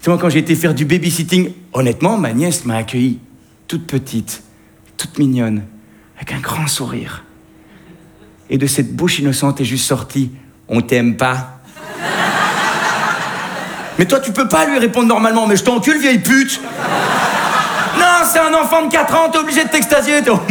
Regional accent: Belgium

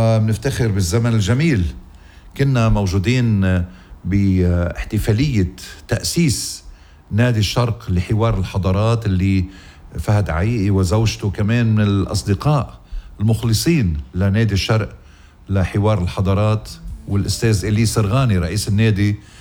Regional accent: Ghazir, Keserwan-Jbeil, Lebanon; بغزير ضيعتي الحلوة.

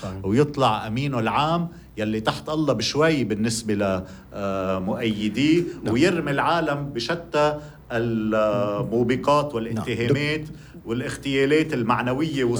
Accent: South Lebanon, Lebanon; ما بمشي بولا محل بالجنوب بضيعتي بين أهلي وناسي

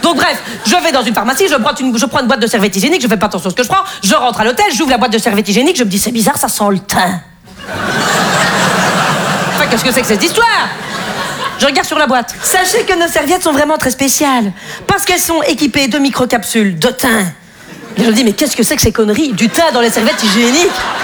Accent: Belgium; moi, je suis contre le réchauffement climatique, mais c'est facile parce que je suis belge, vous voyez?

